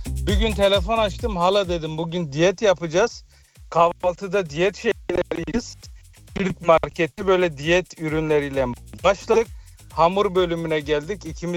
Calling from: Berlin, Germany; Berlin'den.

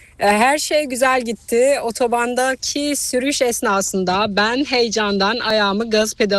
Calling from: Frankfurt, Hesse, Germany; Ben de Frankfurt'tan

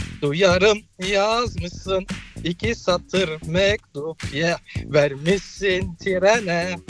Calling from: Bielefeld, North Rhine-Westphalia, Germany; Bielefeld'den arıyorum.

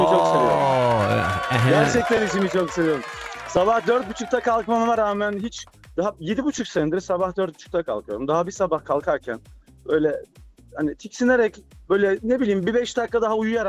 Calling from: Stuttgart, Baden-Württemberg, Germany; ben Stuttgart'tan.

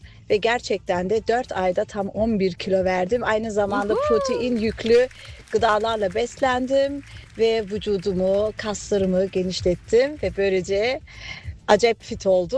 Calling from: Berlin, Germany; Berlin'den arıyorum.

